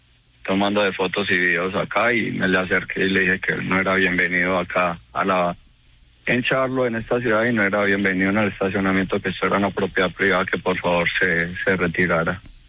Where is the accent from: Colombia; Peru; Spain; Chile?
Colombia; Paisa region; now in United States; somos de sangre paisa, sangre de arrieros, yo fui exmilitar en Colombia